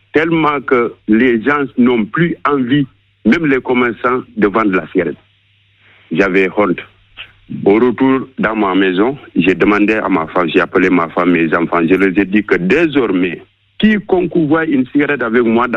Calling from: Makacoulibantang, Tambacounda, Senegal; J'ai quitté mon village ici, plus précisément ici à Makakoulibantan. J'ai quitté Maka pour aller à Tamba, là, notre capitale communale.

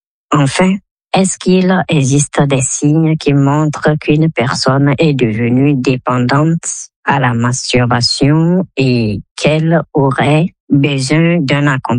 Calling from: Togo; J'ai 34 ans et je vis à Diokopé, dans la préfecture de Vaud, au Togo.

